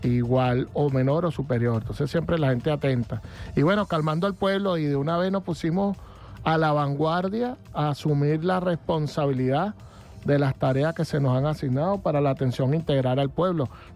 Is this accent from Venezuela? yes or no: yes; Venezuela; nuestra patria, nuestra amada República Bolivariana de Venezuela.